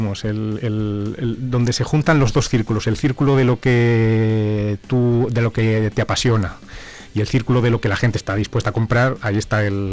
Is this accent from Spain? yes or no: yes; Zamora, Castile and León, Spain; siendo oriundo de aquí de Zamora ciudad, entrarle a una cosa de los pueblos, no siendo yo del pueblo